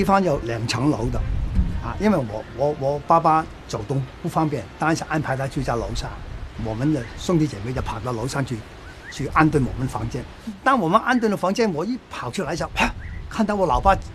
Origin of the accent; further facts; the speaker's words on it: Hong Kong; born there; 我是香港出生的啊，但是我爸爸的家是在这里，但是说我的根也是在这里。